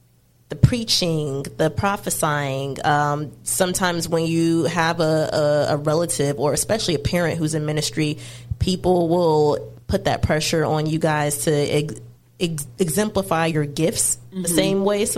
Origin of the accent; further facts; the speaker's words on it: Georgia, United States; I am born and raised